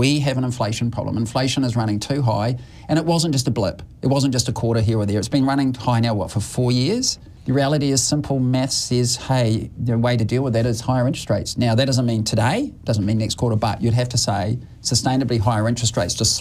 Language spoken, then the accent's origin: English; New Zealand; now in Australia; How can we sit here in Australia and, you know, I'm a New Zealander, as you know, and say our countries are built on migrants?